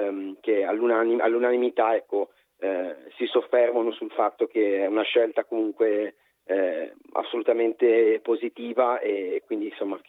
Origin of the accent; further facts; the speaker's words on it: Genoa, Liguria, Italy; Io vengo da Genova, quindi sono anch'io studente fuori sede